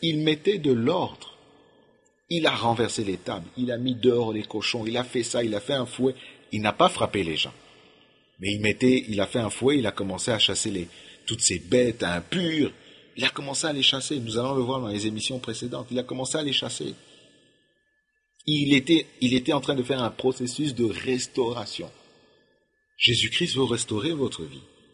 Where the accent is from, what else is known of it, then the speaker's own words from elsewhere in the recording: Kinshasa, DR Congo; je suis congolais